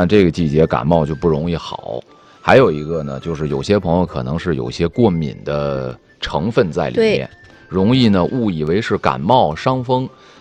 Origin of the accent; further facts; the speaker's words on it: Northeast China, China; moved away; 这个东北。我们老家，我跟你们各位讲啊，我们老家现在白天出去，小朋友还得穿秋裤了。